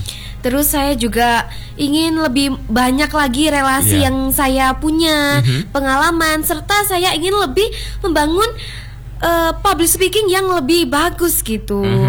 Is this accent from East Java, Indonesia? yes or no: yes; Malang, East Java, Indonesia; Asal saya dari Desa Baliarjo, Kecamatan Pagelaran, Kabupaten Malang.